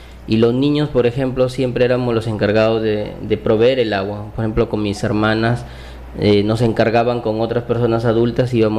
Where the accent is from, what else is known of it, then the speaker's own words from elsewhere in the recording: Santana, Piura, Peru; tengo 29 años de edad. Nací y crecí en el centro poblado de Santana. Es un caserío que está ubicado en la margen izquierda del río Piura, perteneciente al bosque seco del medio Piura. Ahí estudié primaria y secundaria